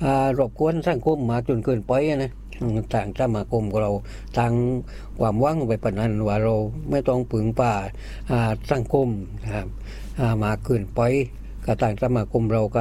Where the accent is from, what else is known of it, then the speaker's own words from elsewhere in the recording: Nakhon Sawan, Thailand; จังหวัดนครสวรรค์